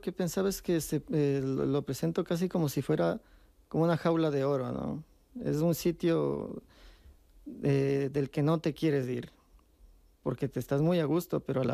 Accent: Ecuador; born there; moved away; Yo nací en Ecuador, pero ahora vivo aquí.

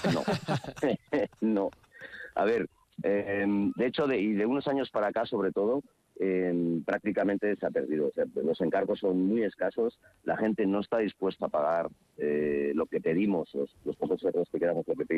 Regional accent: Madrid, Community of Madrid, Spain; born there; moved away as an adult; now in Asturias, Spain; Yo nacido en Madrid, padres los dos alemanes, colegio alemán.

